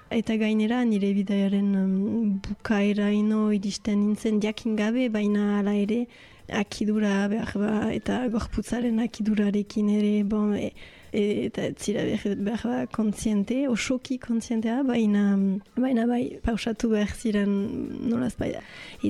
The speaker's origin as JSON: {"language": "Basque", "town": "Bayonne", "region": "Nouvelle-Aquitaine", "country": "France", "said": "Baionakoa naiz"}